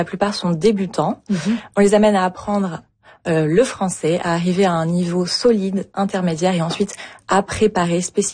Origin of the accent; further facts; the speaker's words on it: France; now in Canada; en tant que Français